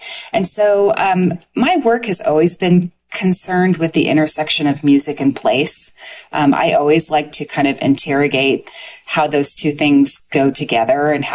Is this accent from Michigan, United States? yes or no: no; Indiana, United States; I'm from Southern Indiana.